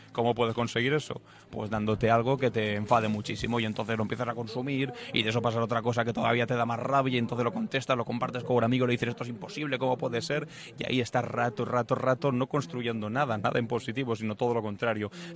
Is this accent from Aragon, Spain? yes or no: yes; Teruel, Aragon, Spain; Yo que soy de Teruel, además.